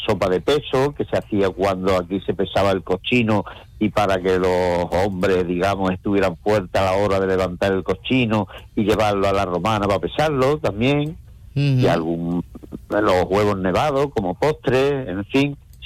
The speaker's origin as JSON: {"language": "Spanish", "town": "Aroche", "region": "Andalusia", "country": "Spain", "tie": "born or raised there", "said": "comparto mucho pues mi pueblo y con mis paisanos, ¿no? Es decir, que yo en Aroche pues normalmente es donde suelo estar, donde suelo vivir, donde suelo compartir"}